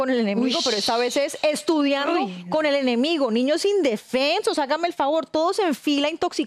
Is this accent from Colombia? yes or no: yes; Colombia; nuestro país, Colombia